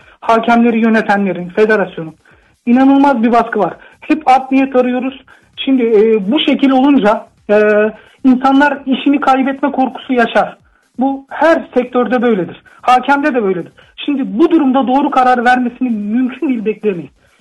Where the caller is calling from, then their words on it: Istanbul, Turkey; Ben İstanbul'dan, İstanbul Sancaktepe'den